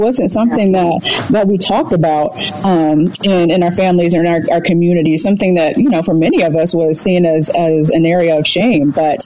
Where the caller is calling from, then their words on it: Baltimore, Maryland, United States; I am calling in from Baltimore, Maryland.